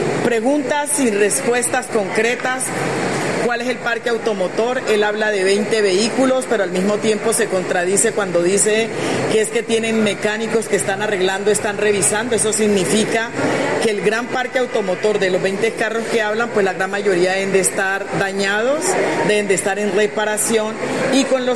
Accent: Buenaventura, Valle del Cauca, Colombia; quienes pagamos ese servicio somos los ciudadanos de Buenaventura.

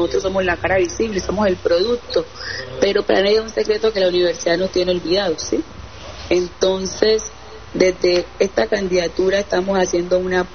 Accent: Chocó, Colombia; Una joven oriunda del municipio de Quito

